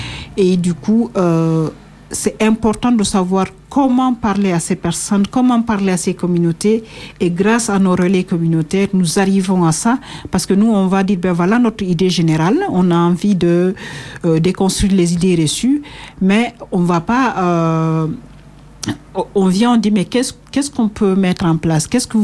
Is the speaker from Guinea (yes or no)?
yes; Guinea; nous sommes originaires de Guinée.